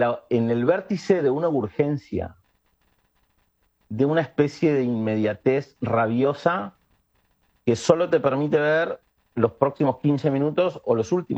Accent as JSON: {"language": "Spanish", "region": "Buenos Aires", "country": "Argentina", "tie": "born or raised there", "also_born_or_lived": "Rosario, Argentina", "said": "un barrio acomodado de la ciudad de Buenos Aires, dijera Pocitos, no sé, un lugar así. Y yo crezco ahí, negro, pero blanco. Una familia con poder adquisitivo, un departamento alfombrado, con losa radiante"}